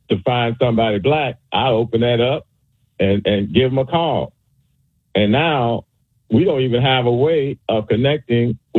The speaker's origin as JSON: {"language": "English", "town": "Chicago", "region": "Illinois", "country": "United States", "tie": "born there", "said": "I was born in Chicago"}